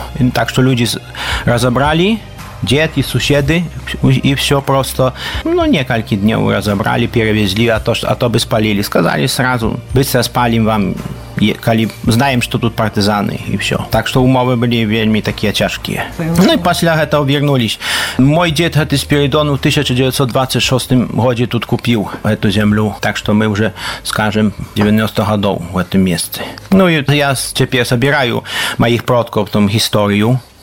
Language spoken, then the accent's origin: Ukrainian; Podlaskie Voivodeship, Poland